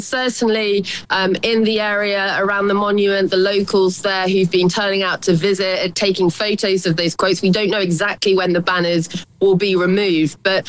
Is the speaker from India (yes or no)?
no; United Kingdom; now in United States; as a Brit in America.